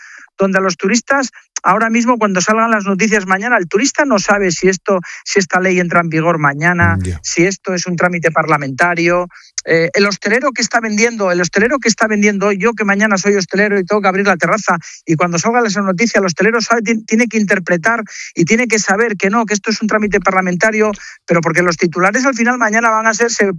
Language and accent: Spanish; Asturias, Spain; yo soy de Asturias, piensen en Asturias, con la climatología que tenemos